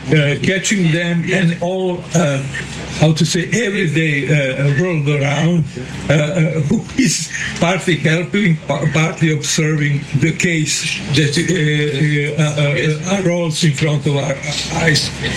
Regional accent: Zemun, Belgrade, Serbia; born or raised there; English is a second language

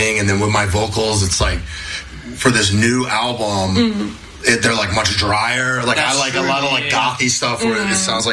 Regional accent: Brazil; I'm from Brazil.

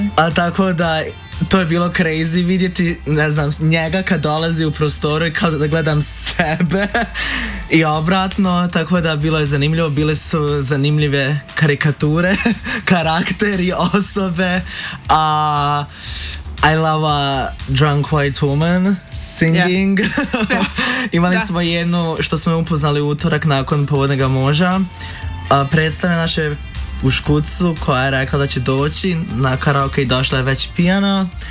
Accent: Velika Kladuša, Federation of Bosnia and Herzegovina, Bosnia & Herzegovina; moved away as an adult; also born or lived in Sarajevo; now in Ljubljana, Slovenia; Rođena sam u Bosni, Velikoj Kladuši. A, tamo sam onda živjela sve do srednje, onda sam u srednju išla u Sarajevo. I onda iz Sarajeva u Ljubljano.

